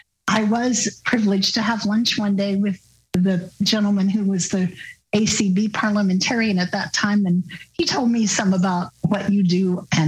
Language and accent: English; Wichita, Kansas, United States; moved away as an adult; also born or lived in Manhattan, Kansas; now in Kansas City, United States; I grew up in Wichita, Kansas, and then moved to Manhattan later.